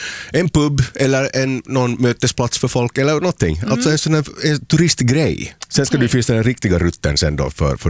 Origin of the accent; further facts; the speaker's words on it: Helsinki, Uusimaa, Finland; now in Turku, Finland; Så att jag kommer ju från en stad som, alltså jag är uppvuxen i Helsingfors